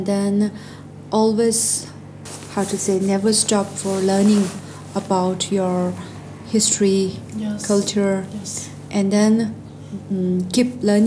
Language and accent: English; Lhasa, Tibet, China; born there; English is a second language; And then I was born in Lhasa.